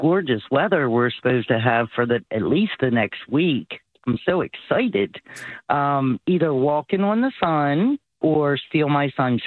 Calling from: Baltimore, Maryland, United States; from Baltimore.

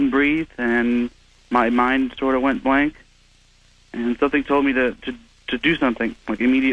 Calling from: Florida, United States; I'm in Florida.

